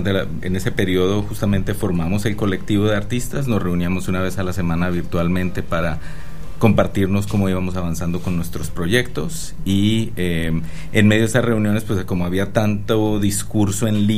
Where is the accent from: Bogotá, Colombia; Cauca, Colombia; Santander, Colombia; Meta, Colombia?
Santander, Colombia; Barrancabermeja; ¿a dónde voy a ir si no voy a ir a Barranca, que es mi ciudad de origen? Y detrás de las cosas que escribo, siempre hay mucho de mis experiencias de Barranca